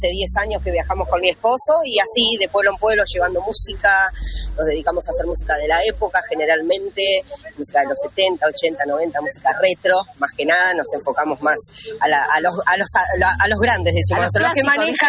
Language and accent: Spanish; Trenque Lauquen, Buenos Aires Province, Argentina; moved away as an adult; estudié en mi ciudad natal, que soy de Trenquelauquen